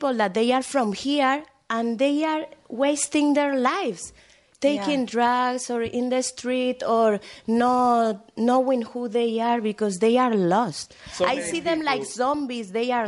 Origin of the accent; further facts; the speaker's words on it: Spain; English is a second language; now in United States; I came from Spain, no English, no nothing.